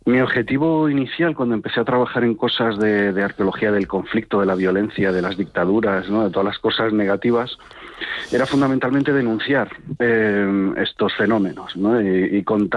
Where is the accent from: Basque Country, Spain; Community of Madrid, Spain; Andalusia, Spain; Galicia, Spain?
Galicia, Spain; Y lo hice en mi pueblo, lo hice en Galicia.